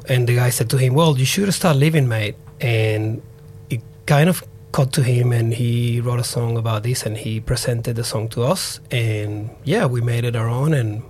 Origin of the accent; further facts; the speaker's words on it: Venezuela; I'm also from Venezuela